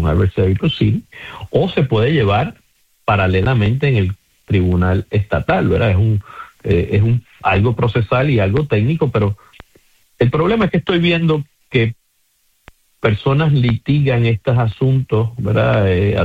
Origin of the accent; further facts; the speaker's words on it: San Juan, Puerto Rico; Unas personas de CUPEI, de donde soy yo.